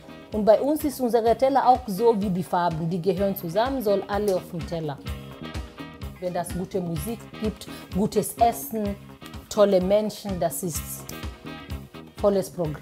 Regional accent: Kenya; now in Germany; Ich komme aus Kenia.

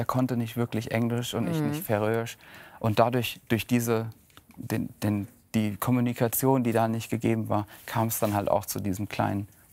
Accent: Hesse, Germany; Ja, also gerade im Ohmtal, wo ich wohne, wo ich groß geworden bin, haben wir wunderschöne Felder und Auen und Wälder.

